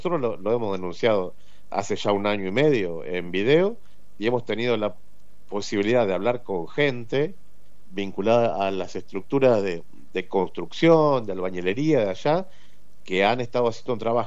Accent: Argentina

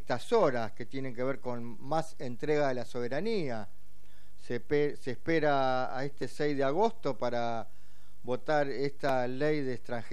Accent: Argentina; nuestra República Argentina

